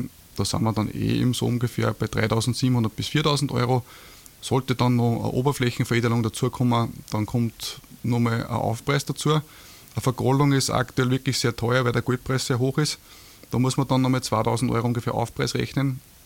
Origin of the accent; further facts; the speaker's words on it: Dörnbach, Austria; Genau, ich bin sogar ursprünglich aus Dörnbach. Also Dörnbach ist wirklich meine Heimatort. Ich bin auch in dieselbe Volksschule gegangen wie ihr.